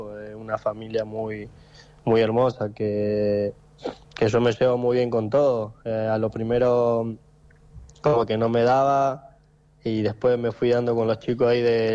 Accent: San Miguel de Tucumán, Tucumán, Argentina; also born or lived in Puerto San Julián; now in Comodoro Rivadavia, Argentina; Yo soy de Tucumán, capital San Miguel, me vine acá a Puerto San Julián por el trabajo de mi papá, y nada, me quedé ahí 4 años, 5

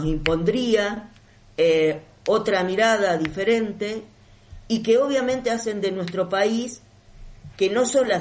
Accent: Mendoza, Argentina; Soy de Mendoza

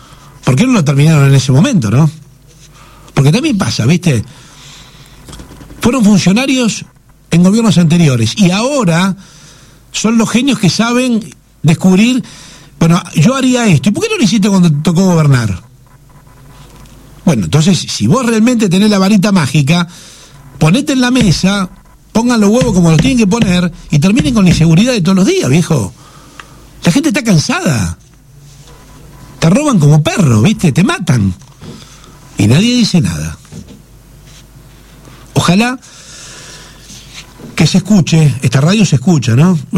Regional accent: Argentina

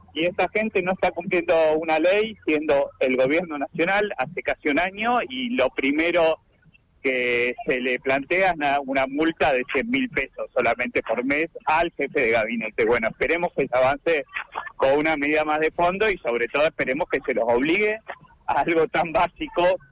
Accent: Trelew, Chubut, Argentina; somos de Trelew, caminamos los barrios

